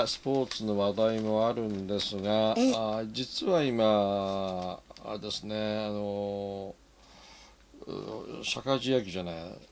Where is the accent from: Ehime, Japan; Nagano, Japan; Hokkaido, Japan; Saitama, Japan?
Hokkaido, Japan; まあ、でも、まあ、僕ら北海道民からすれば北海道大学を目指す土産子の、まあ、高校生っていうかね